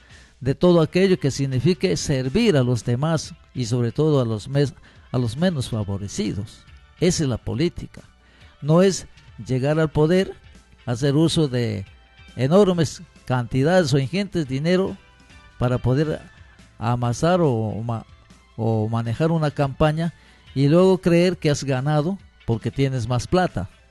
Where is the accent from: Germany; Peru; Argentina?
Peru; hay instituciones del Poder Ejecutivo, del Poder Judicial, del Poder Legislativo, pero todos somos peruanos.